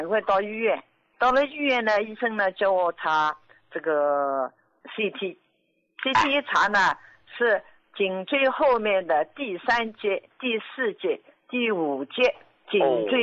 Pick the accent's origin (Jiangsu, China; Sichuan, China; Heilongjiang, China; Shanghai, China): Jiangsu, China; 我今年73岁，我是江苏的